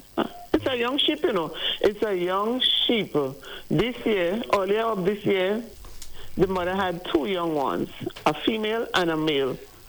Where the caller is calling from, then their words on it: Saint Andrew, Grenada; I'm calling from Upper St. John in St. Andrew.